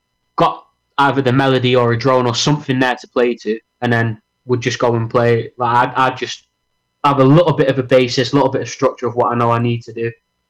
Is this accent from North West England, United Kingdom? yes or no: yes; Manchester, North West England, United Kingdom; also born or lived in Liverpool; So we grew up in Manchester, which isn't too far from Liverpool